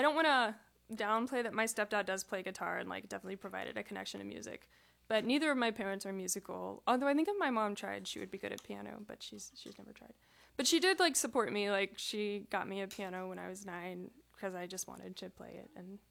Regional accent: Houston, Texas, United States; also born or lived in Netherlands; I'm from Houston originally.

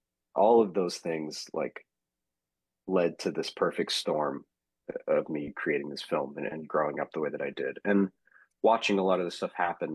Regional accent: Tampa, Florida, United States; if I hadn't have grown up in Tampa.

